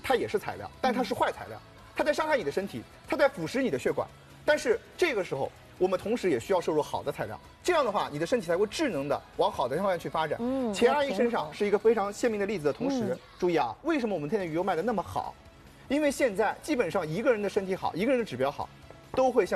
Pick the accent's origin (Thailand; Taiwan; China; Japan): China; 咱们中国人